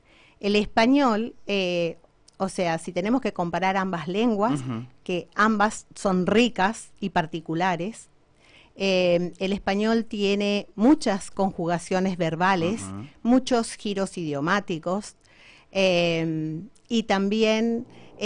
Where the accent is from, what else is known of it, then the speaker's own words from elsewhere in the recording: Formosa, Argentina; also born or lived in Raleigh, North Carolina, United States; desde acá, desde Formosa, que es mi terruño al cual amo